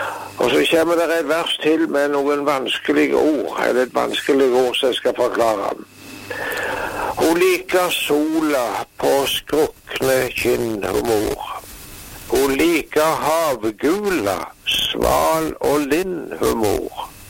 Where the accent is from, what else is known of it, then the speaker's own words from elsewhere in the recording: Jæren, Rogaland, Norway; Jæren der jeg vokste opp.